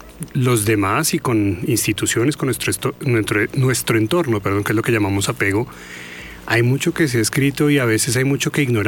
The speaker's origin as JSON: {"language": "Spanish", "town": "Manizales", "region": "Caldas", "country": "Colombia", "said": "el platico favorito, yo que soy de Manizales, que la bandejita paisa"}